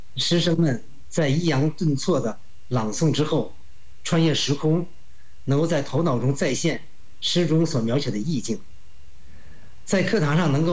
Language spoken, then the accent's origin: Chinese; Xinglong, Hebei, China; 我们家乡的雾灵山是燕山主峰，